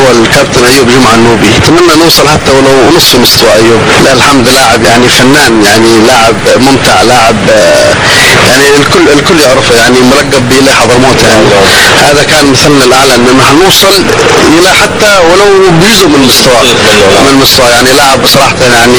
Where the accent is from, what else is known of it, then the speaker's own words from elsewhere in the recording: Hadhramaut, Yemen; نحن مننا 10 من حضرموت